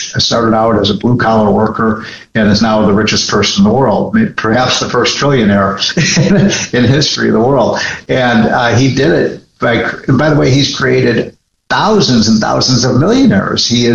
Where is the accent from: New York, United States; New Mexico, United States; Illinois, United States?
Illinois, United States; Chicago; I'm from Chicago.